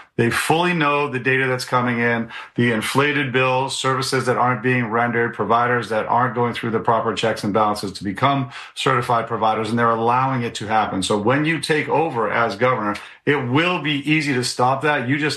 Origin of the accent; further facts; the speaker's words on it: Maine, United States; I grew up here in Maine. I was raised here. My wife was raised here. All three of our kids grew up here, went to the same high school I did.